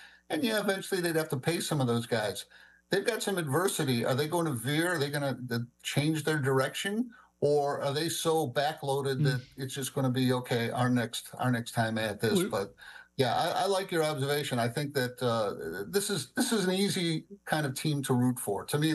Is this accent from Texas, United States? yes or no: no; Chicago, Illinois, United States; I'm not a native New Yorker. I grew up in Chicago